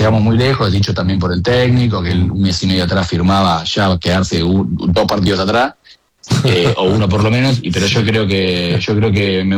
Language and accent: Spanish; Argentina; nosotros, obviamente, como buenos argentinos